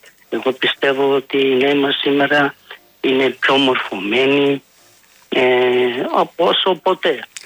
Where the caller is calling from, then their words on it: Greece; εμείς οι Έλληνες